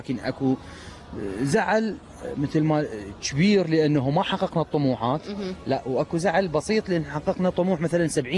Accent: Iraq

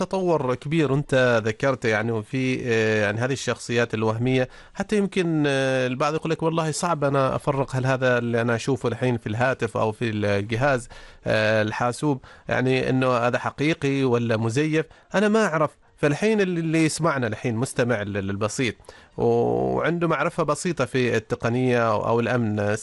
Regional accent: Oman; accent: Omani; بلهجتنا العمانية الأصلية

